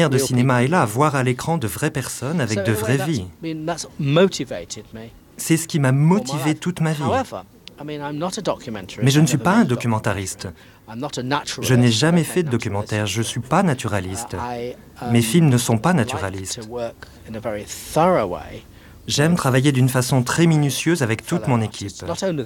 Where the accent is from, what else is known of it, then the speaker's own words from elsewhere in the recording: Manchester, North West England, United Kingdom; Le fait est que j'ai grandi à Manchester, dans les années 50, dans ce nord de l'Angleterre industriel, sale, gris.